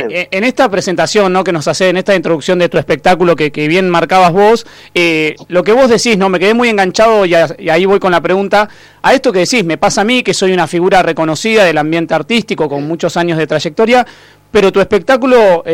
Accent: Cipolletti, Río Negro, Argentina; Nosotros somos de Cipolletti, exacto.

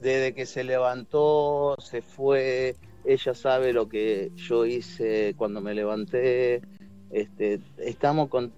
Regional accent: Buenos Aires, Argentina; now in Paysandú, Uruguay; Yo me fui hace casi 40 años y este y acá me escuchan hablar y soy el porteño. En Argentina soy uruguayo o entrerriano, porque vivo en Paysandú

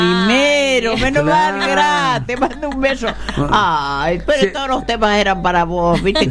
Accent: Santiago del Estero, Argentina; born there; nosotros no somos de Sabagasta, somos de Puno a Pozo.

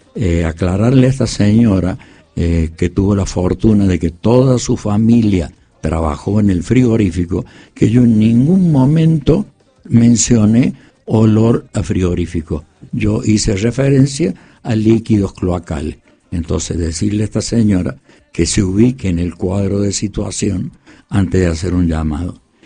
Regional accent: Villa Mercedes, San Luis, Argentina; born there; also born or lived in Mendoza; Hace 70 años que vivo acá y por eso quiero mucho a Villa Mercedes, a pesar de que yo soy mendocino. Pero hace 70 años que mis padres me trajeron a vivir a Villa Mercedes.

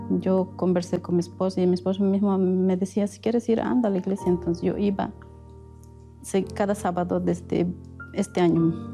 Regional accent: Bolivia; tengo 29 años, soy de Bolivia.

